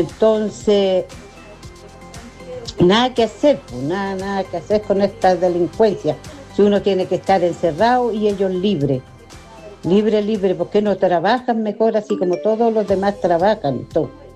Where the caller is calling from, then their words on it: Chile; Acá yo vivo en Villa Los Ríos.